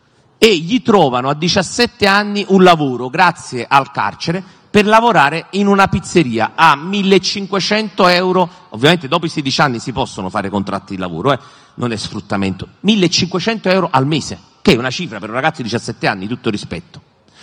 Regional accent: Naples, Campania, Italy; Io sono originario del pallonetto di Santa Lucia

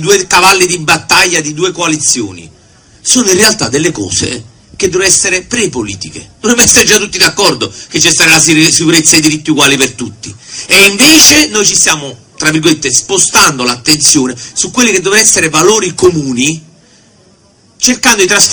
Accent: Naples, Campania, Italy; da napoletano e da meridionale

